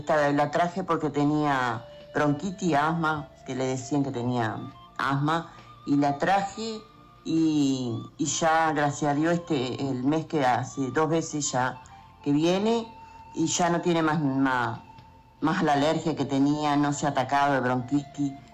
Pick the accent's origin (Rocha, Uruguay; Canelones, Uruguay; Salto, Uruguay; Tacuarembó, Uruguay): Tacuarembó, Uruguay; Soy de Tacuarembó, sí.